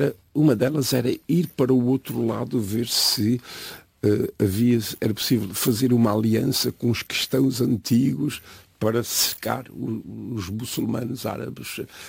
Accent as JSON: {"language": "Portuguese", "region": "Azores", "country": "Portugal", "said": "eu sou açoriano."}